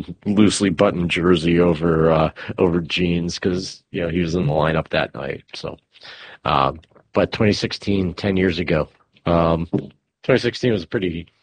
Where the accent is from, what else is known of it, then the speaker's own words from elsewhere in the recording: Cleveland, Ohio, United States; I'm from Cleveland, so you know that's kind of my dog in the fight.